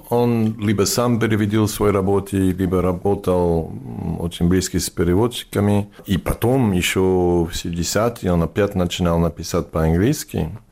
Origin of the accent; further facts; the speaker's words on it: France; first language English; Russian is a second language; moved away as an adult; also born or lived in New York; now in Barcelona, Spain; Я просто иммигрант, можно сказать. Мы эмигрировали во Франции, когда я был ребенок. И вот я вырос во Франции. Это тоже мой язык, потому что у меня было 3 года, когда мы приехали.